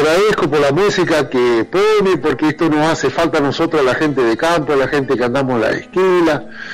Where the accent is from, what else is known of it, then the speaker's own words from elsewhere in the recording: Carmen de Patagones, Buenos Aires Province, Argentina; also born or lived in Sierra Colorada, Río Negro; now in Río Mayo, Argentina; Yo me crié allá por la zona de los Pagos de Carmen de Patagones.